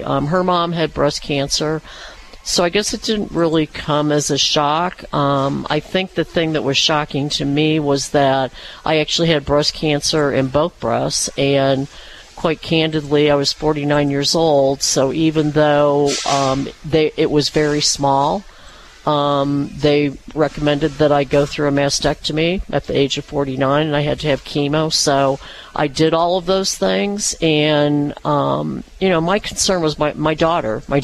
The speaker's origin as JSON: {"language": "English", "town": "Peoria", "region": "Illinois", "country": "United States", "tie": "born or raised there", "also_born_or_lived": "California / St. Louis", "lives_now": "Springfield, United States", "said": "eventually I moved back to Central Illinois. I'm from Peoria."}